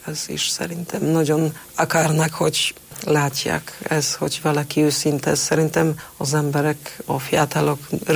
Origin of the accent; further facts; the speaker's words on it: Poland; Hungarian is a second language; moved away as an adult; now in Hungary; itt Magyarországon, amikor valaki hallja, hogy lengyel vagyok